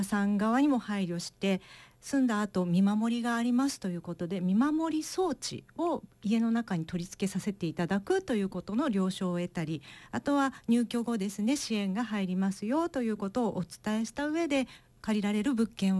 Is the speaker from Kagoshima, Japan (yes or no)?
no; Ibaraki, Japan; 私の地元の方にこちらの仕組みをですね持って帰りたいって強く思いました